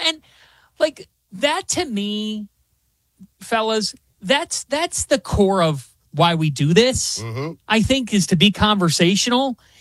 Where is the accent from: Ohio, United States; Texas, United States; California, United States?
Ohio, United States; Cleveland; I'm a kid from Cleveland.